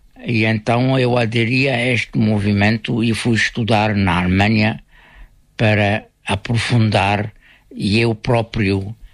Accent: Egypt; Portuguese is a second language; moved away as an adult; now in Portugal; no Egito do meu tempo havia esta multiculturalidade em termos tanto linguísticos como culturais. E, como estava de uma família, digamos, favorecida, educada

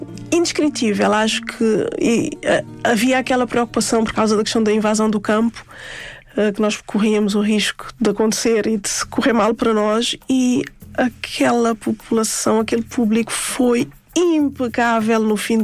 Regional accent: Cape Verde; as pessoas olham para mim fisicamente e não sei porquê, não me identificam como cabo-verdiana, como uma mulher preta que eu sou. E quando eu falei com eles em crioulo e eles assustaram-se os dois.

